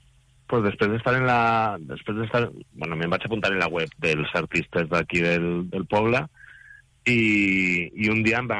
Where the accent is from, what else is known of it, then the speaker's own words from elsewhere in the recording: Guardamar, Valencian Community, Spain; també la pots trobar en el meu poble, en Guardamar